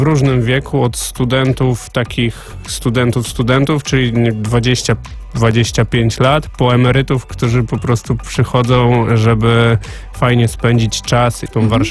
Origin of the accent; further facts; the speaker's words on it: Warsaw, Masovian Voivodeship, Poland; Dla mnie Praga też jest bardzo ważna, bo ja ogólnie pochodzę z Rembertowa, więc bliżej nawet niż Łukasz.